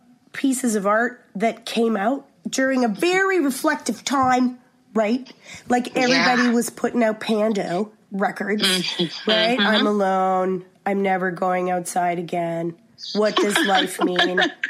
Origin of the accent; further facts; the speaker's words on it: Cape Breton, Nova Scotia, Canada; I'm from Cape Breton, so I love me a benefit